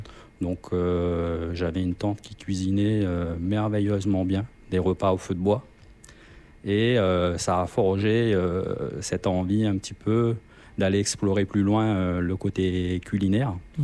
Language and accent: French; La Possession, Réunion; moved away as an adult; Moi, je viens de La Réunion. Je suis originaire de La Possession. Et je suis né à La Possession.